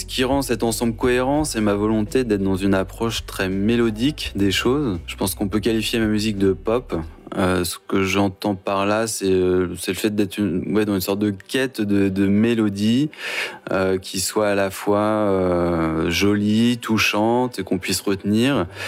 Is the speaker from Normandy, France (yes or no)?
yes; Le Havre, Normandy, France; Alors, je viens du Havre.